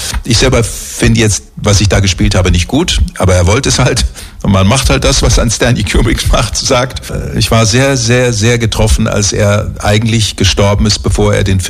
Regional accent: Germany; now in Austria

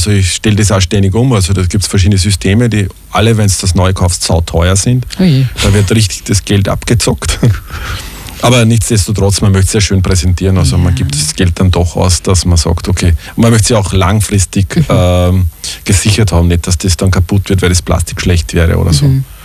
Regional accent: Siegharting, Upper Austria, Austria; es ist ein Brief mit einem Poststempel aus Siegharting, das ist meine Heimatgemeinde aus dem Innviertel.

